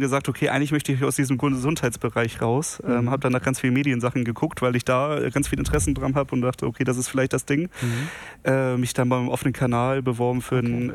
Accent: Kiel, Schleswig-Holstein, Germany; gebürtiger Kieler. Ja. Die Familie von meinem Vater ist nie aus Kiel rausgekommen, gefühlt.

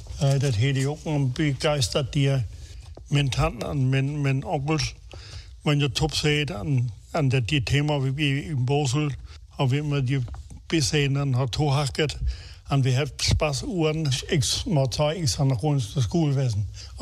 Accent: Friesland, Lower Saxony, Germany; komme ich aus Friesland.

